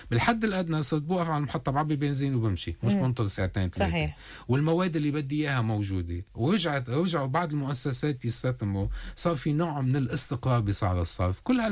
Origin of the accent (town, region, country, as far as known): Lebanon